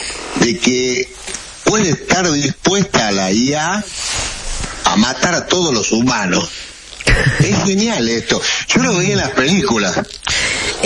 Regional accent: Argentina

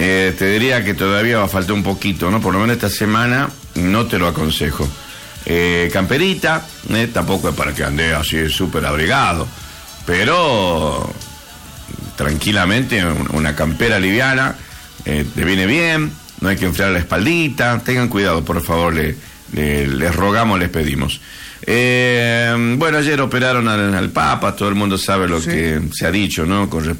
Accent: Campo Santo, Salta, Argentina; moved away; mi gente allá en mi pueblo

